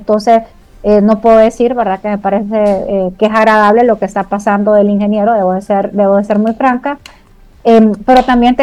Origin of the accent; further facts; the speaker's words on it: Honduras; como buenos hondureños y hondureñas